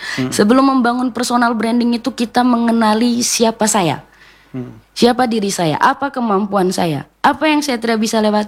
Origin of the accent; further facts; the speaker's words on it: Manggarai, East Nusa Tenggara, Indonesia; kita orang Manggarai